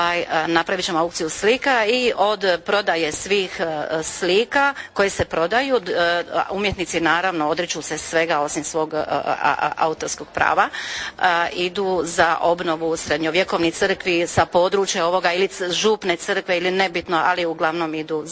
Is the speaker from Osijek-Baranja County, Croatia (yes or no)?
no; Zagvozd, Split-Dalmatia County, Croatia; jer sam ja rodom iz Zagvozda.